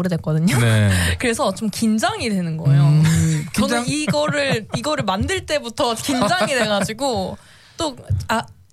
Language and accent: Korean; South Korea; now in Australia; 그러면 저희는 본투비 한국인이잖아요.